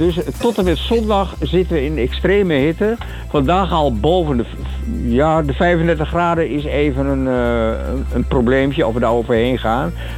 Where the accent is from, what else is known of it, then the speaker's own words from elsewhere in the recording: Overijssel, Netherlands; moved away; Ik ben oorspronkelijk Twentenaar.